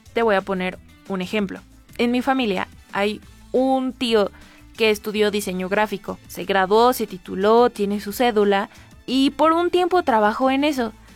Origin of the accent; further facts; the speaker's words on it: Tulancingo, Hidalgo, Mexico; en donde yo soy, que yo soy de Tulancingo.